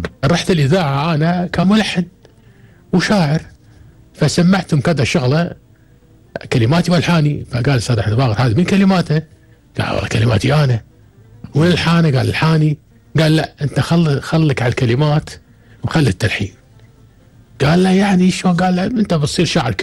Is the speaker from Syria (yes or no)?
no; Kuwait; عندنا بالكويت